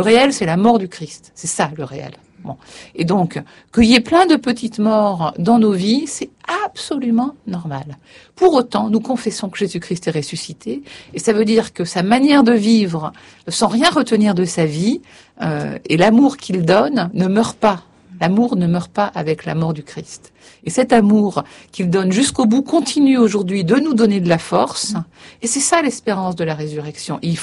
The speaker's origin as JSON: {"language": "French", "country": "France", "said": "je suis française au XXIe siècle, dominicaine certes"}